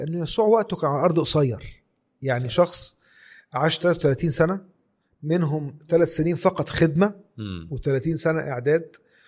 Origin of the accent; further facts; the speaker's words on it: Egypt; بيسيب كده وقت معين، بيقول بخصص وقت دوت لحاجة معينة وبيختلي بأمر معين. فأنا بنقطع عن شيء وبختلي بشيء